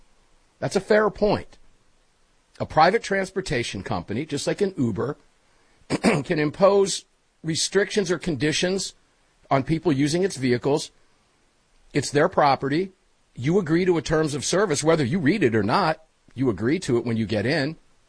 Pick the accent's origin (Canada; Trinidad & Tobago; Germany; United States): United States; Tampa, Florida; they've moved into my hometown of Tampa, Florida.